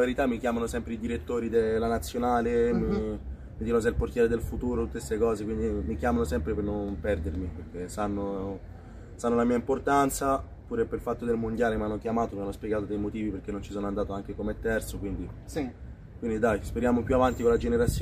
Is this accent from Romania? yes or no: no; Tunisia; perché mi piaceva cambiare mentalità, di venire a giocare con il mio paese, di aiutarli. E quindi ho scelto la Tunisia